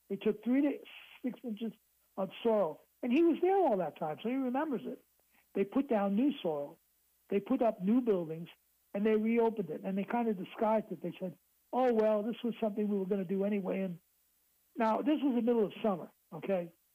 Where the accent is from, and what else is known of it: New York City, New York, United States; born or raised there